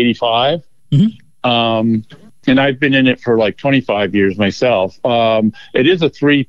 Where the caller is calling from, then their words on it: Anchorage, Alaska, United States; I'm calling from Alaska, Anchorage.